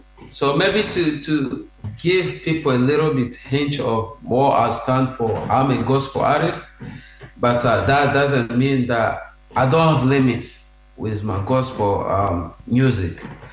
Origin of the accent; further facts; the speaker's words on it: DR Congo; first language Swahili; English is a second language; now in Brisbane, Australia; I grew up in Congo